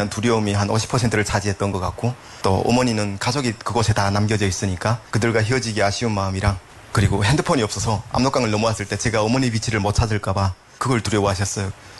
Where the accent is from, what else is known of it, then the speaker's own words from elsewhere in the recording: Hyesan, Ryanggang, North Korea; 제 고향인 양강도 해산시 맞은편 중국 지린성 장벽현까지 이동을 했습니다.